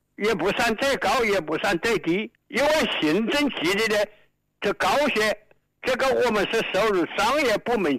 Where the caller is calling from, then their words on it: Yunmeng County, Hubei, China; 我是仁牟县的人呐、啊，仁牟县的道桥镇的、啊，梁河村。